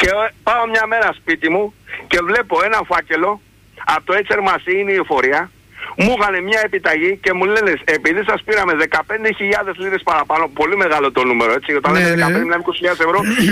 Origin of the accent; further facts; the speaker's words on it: Greece; moved away as an adult; now in England, United Kingdom; Όταν ήρθα στην Αγγλία, την πρώτη φορά που ήρθα στην Αγγλία, είναι πάνω από 25 χρόνια, εγώ έφυγα από την Ελλάδα με επιχειρήσεις, είχα επιχειρήσεις.